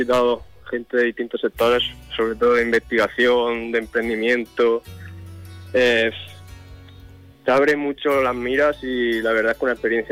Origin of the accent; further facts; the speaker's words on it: Garrucha, Andalusia, Spain; Yo soy de Garrucha.